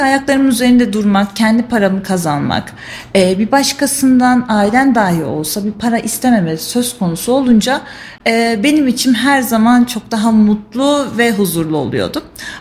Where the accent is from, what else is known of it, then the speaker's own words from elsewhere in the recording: Kayseri, Turkey; born there; 1 Aralık 99 doğumluyum. Kayseri'de doğdum. Avşarım elhamdülillah.